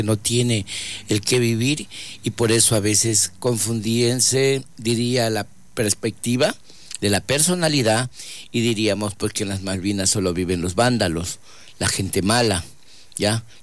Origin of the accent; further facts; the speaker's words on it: Guayaquil, Guayas, Ecuador; also born or lived in Esmeraldas; yo soy de Guayaquil, claro que nacido en Esmeralda de corazón, porque ahí está mi color, ¿no? Orgullosamente esmeraldeño, pero yo me crié en Guayaquil.